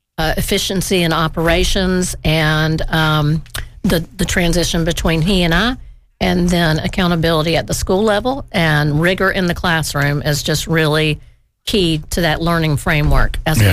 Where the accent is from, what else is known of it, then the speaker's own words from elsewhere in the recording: Columbia, South Carolina, United States; I grew up in Columbia, South Carolina.